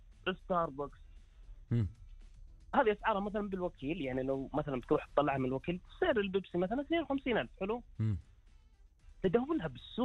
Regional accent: Saudi Arabia; عندنا بالسعودية

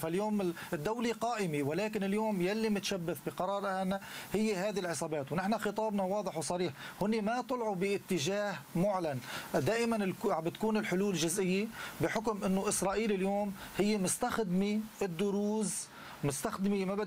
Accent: As-Suwayda Governorate, Syria; عندنا بالسويداء

